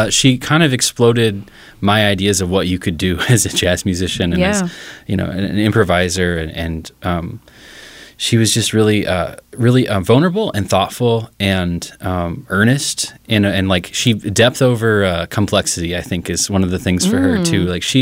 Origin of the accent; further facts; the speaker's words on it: Des Moines, Iowa, United States; now in Minneapolis, United States; Des Moines. I grew up in Des Moines.